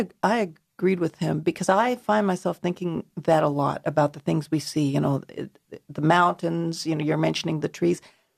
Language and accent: English; Alaska, United States; growing up in Alaska, it's impressed upon you how unique and beautiful the place you come from is.